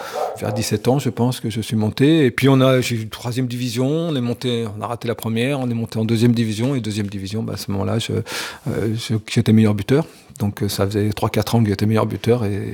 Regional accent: Auvergne-Rhône-Alpes, France; born there; c'est mon petit village où je suis né en Haute-Savoie.

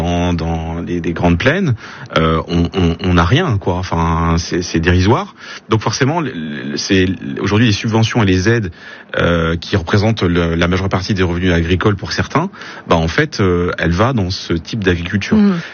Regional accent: Brittany, France; Par exemple, chez moi en Bretagne, il y a des grandes serres où ils font des tomates en culture industrielle.

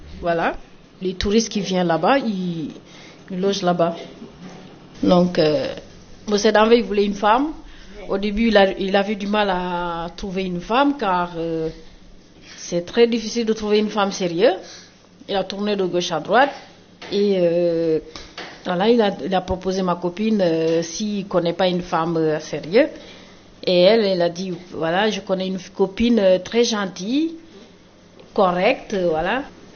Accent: Senegal; Et je suis sénégalaise.

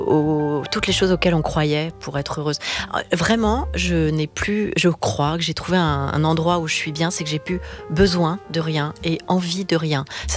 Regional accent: Paris, Île-de-France, France; Je suis parisienne, mais j'ai regardé des tutos

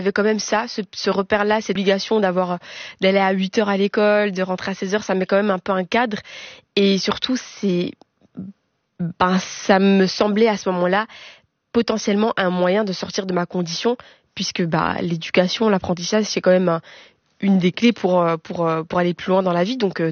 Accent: Tubize, Walloon Brabant, Belgium; born or raised there; also born or lived in Molenbeek

